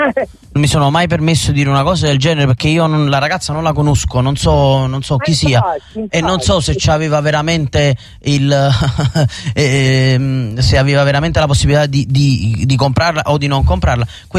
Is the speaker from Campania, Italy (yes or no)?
yes; Naples, Campania, Italy; perché io sono napoletano e me ne vanto e me ne vanterò sempre.